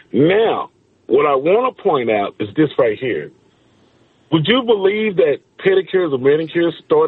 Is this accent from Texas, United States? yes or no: yes; Fort Worth, Texas, United States; No, I'm from Fort Worth, Texas.